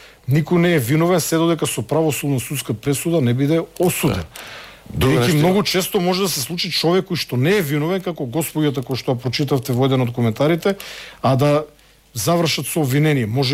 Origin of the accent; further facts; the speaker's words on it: Štip, Eastern, North Macedonia; Јас потекнувам од Штип. Ако јас отидам во Дренов дол, ти не знаеш каде е Дренов дол, а си од Штип. А ја таму изрснав, како дете идев таму.